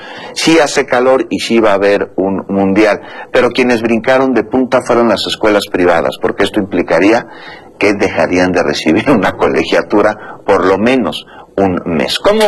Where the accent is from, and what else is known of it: Mexico